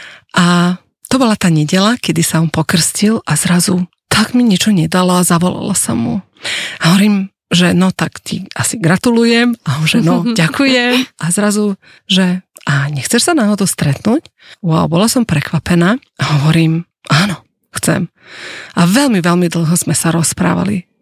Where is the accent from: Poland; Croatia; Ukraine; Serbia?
Serbia; moved away as an adult; now in Slovakia; A ja som vlastne … som zo Srbska a žila som tam takých 35 rokov a potom s manželom sme sa rozhodli, že prídeme tu na Slovensko.